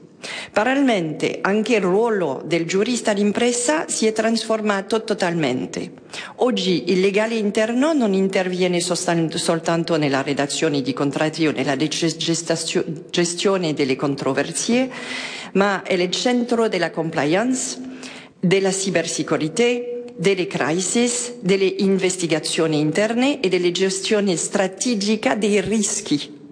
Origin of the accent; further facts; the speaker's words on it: France; vengo di Francia